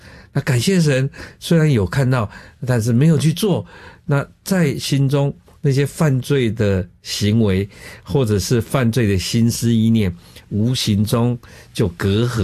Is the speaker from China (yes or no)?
no; Taiwan; 尤其像生长在眷村里面